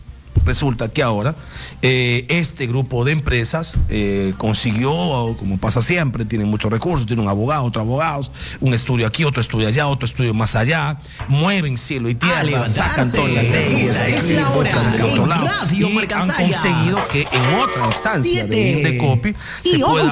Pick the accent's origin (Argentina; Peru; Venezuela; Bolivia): Peru